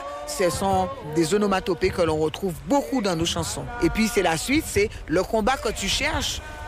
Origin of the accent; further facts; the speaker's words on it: Marie-Galante, Guadeloupe; J'aime bien dire que je suis de Marie-Galante parce que c'est Marie-Galante qui m'a appris à affronter la vie sans en avoir peur. Marie-Galante, c'est un îlot. Et là où j'ai été élevée, dans une cour